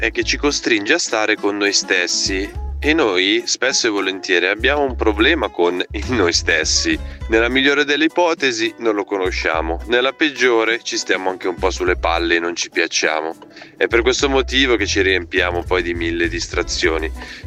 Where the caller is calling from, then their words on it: Cernusco, Lombardy, Italy; da Cernusco.